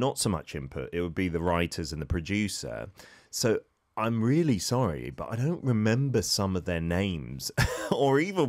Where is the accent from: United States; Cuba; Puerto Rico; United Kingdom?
United Kingdom; moved away; I'm a British gentleman.